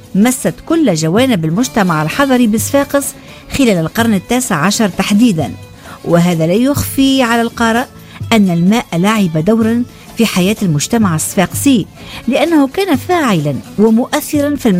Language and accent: Arabic; Sfax, Sfax Governorate, Tunisia